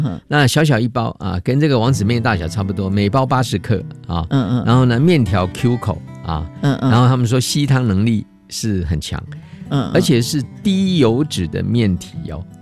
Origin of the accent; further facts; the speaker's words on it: Taiwan; 对对，我在台湾长大，我居然不知道有公主面、